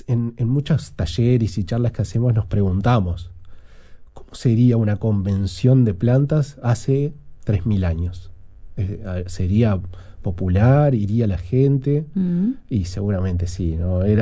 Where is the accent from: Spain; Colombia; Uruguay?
Uruguay